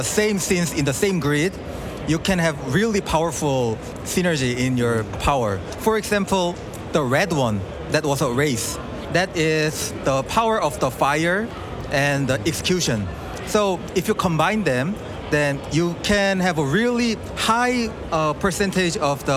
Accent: South Korea; Yeah, I'm from South Korea, the game director of the Hellpunk Purgatorium.

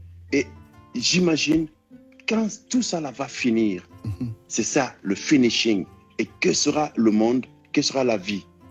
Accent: Guinea; now in Brussels, Belgium

